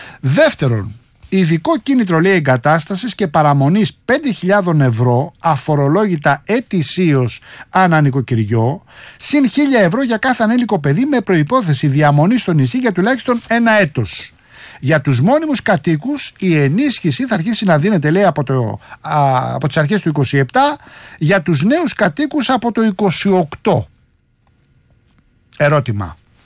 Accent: Rafina, Attica, Greece; Άρα μου λέει, έχουμε, λέει, ζητηματάκια μπόλικα αναφορικά με την πατρίδα μου στη Ραφίνα.

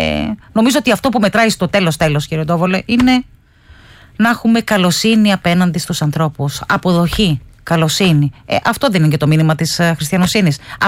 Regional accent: Mytilene, North Aegean, Greece; Εγώ, γεννημένη και μεγαλωμένη στη Μυτιλήνη, έχουμε πάρα πολλούς επισκέπτες πια από την Τουρκία.

